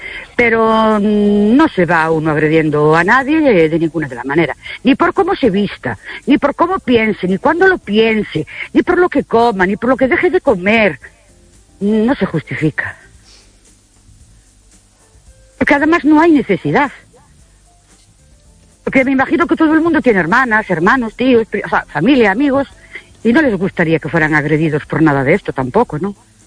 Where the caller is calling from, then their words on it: Ourense, Galicia, Spain; de Urense otra vez.